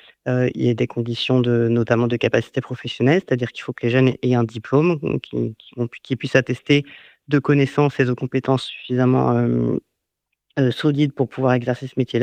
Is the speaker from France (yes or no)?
yes; Paris, Île-de-France, France; moved away as an adult; now in Hérault, France; Je suis née à Paris, j'ai grandi à Paris, issue d'une famille, issue de domaines professionnels très différents. Et j'ai atterri dans la région pour faire une école d'agronomie à Montpellier.